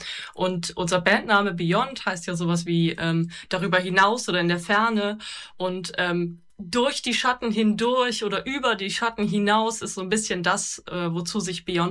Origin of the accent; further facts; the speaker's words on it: Schwalmtal, North Rhine-Westphalia, Germany; ich komme eigentlich aus Waldniel